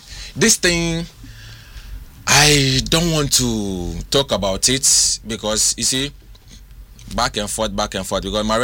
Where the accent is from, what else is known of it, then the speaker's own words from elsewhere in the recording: Ghana; Me say yes, I'm a Ghanaian, proudly one.